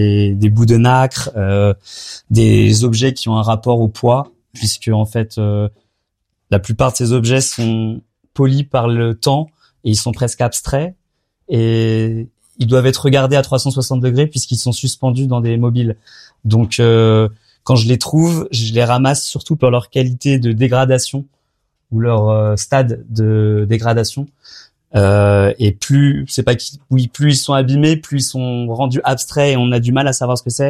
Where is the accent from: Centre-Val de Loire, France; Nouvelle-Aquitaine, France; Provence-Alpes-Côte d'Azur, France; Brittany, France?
Brittany, France; Rennes; moved away as an adult; also born or lived in Amsterdam; now in Brussels, Belgium; Je me suis installé ici il y a presque 10 ans. Moi, j'ai grandi en Bretagne, pas au bord de la mer, mais à Rennes. J'ai fait mes études aux Beaux-Arts là-bas.